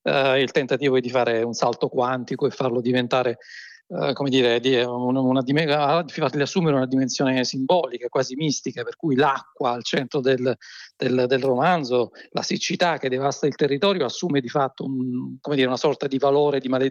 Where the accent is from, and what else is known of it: Apulia, Italy